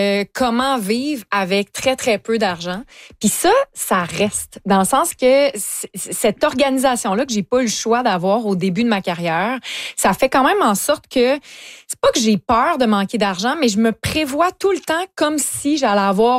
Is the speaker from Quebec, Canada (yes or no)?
yes; Lévis, Quebec, Canada; moi, je viens de Lévis.